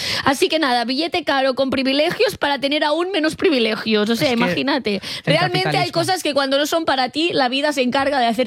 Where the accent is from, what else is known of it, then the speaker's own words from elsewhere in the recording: Catalonia, Spain; En mi tote bag, porque ya sabemos que soy catalana.